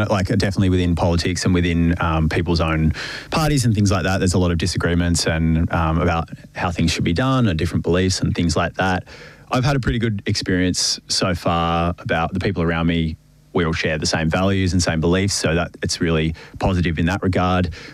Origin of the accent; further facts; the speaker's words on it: Ocean Grove, Victoria, Australia; born there; also born or lived in South Australia; Yeah, so I moved to Ocean Grove and the Bellarine when I was about 10, I think, from South Australia. That was the first time I'd lived in a coastal town